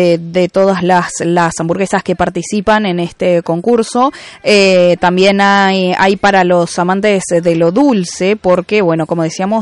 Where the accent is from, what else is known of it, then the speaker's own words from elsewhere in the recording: Uruguay; moved away; no soy argentina, soy uruguaya